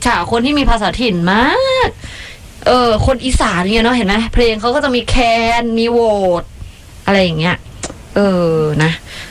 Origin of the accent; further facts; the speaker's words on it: Bangkok, Thailand; หนูเป็นคนกรุงเทพค่ะ